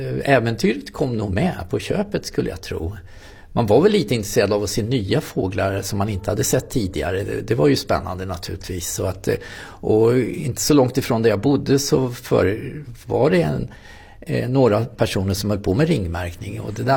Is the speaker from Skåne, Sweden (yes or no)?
no; Nynäshamn, Stockholm County, Sweden; jag är uppvuxen i Nynäshamn